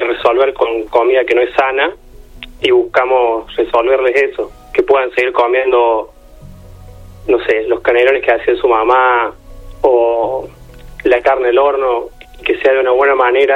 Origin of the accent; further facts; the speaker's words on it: Córdoba, Argentina; moved away as an adult; also born or lived in United States; Yo nací en Argüello.